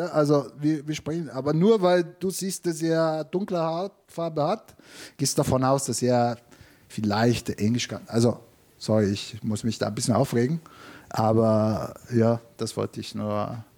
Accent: Italy; German is a second language; moved away; Aber ich bin Italiener, io sono stato in Italien.

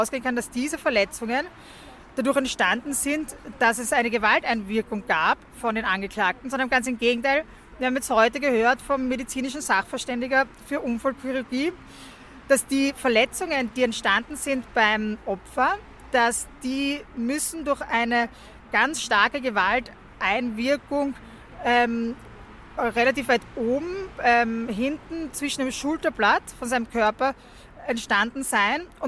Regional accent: Austria

